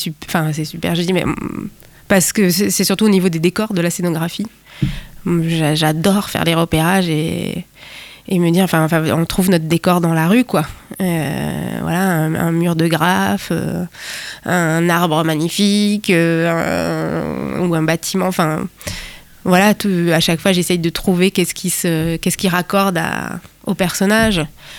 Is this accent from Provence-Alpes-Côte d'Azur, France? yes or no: no; Toulouse, Occitanie, France; now in Rennes, France; moi je suis toulousaine et je viens du Mirail, un quartier populaire, j'ai grandi toute mon enfance là-bas. De deux, dans ma vie personnelle, je déménage à Maurepas, il se trouve, dans 15 jours.